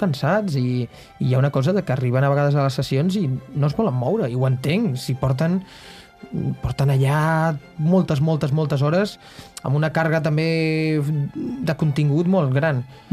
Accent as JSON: {"language": "Catalan", "town": "Blanes", "region": "Catalonia", "country": "Spain", "said": "jo soc de Blanes"}